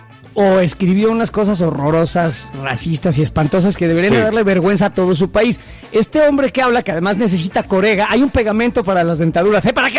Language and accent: Spanish; Mexico; por eso nos quieren hacer daño como mexicanos y se quieren llevar a un compatriota.